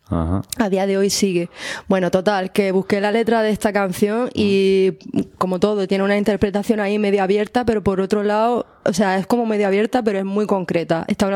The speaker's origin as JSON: {"language": "Spanish", "town": "Almería", "region": "Andalusia", "country": "Spain", "said": "No sé por qué, soy de Almería, pero digamos que llegué a eso antes que ninguna otra cosa."}